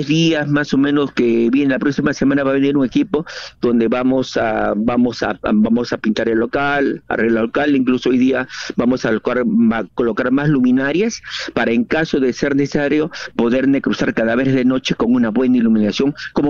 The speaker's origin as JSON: {"language": "Spanish", "region": "Ica", "country": "Peru", "said": "Solamente para decirle, yo vengo de la provincia de Ica."}